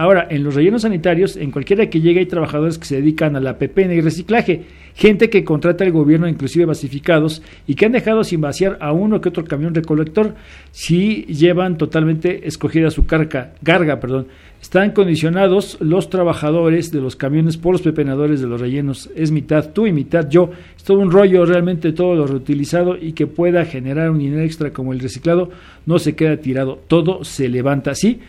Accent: Mexico; somos mexicanos y mañosos.

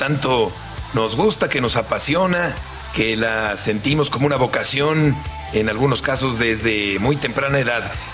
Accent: Mexico; nuestro querido país México

